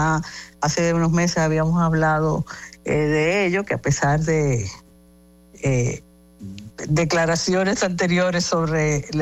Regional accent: Dominican Republic; Tenemos un reto como dominicano con el tema del visado

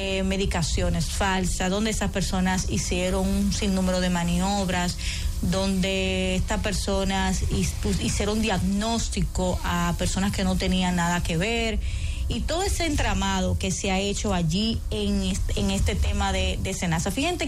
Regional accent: Dominican Republic

